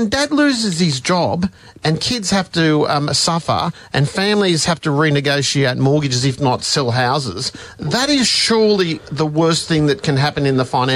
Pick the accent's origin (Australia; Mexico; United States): Australia; Western Sydney, New South Wales; I grew up in Western Sydney. I saw what unemployment does to families and how it destroys communities